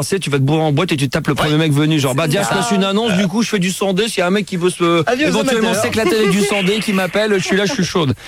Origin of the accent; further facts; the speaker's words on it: Italy; Genre je suis italienne, donc je dois être jalouse et possessive.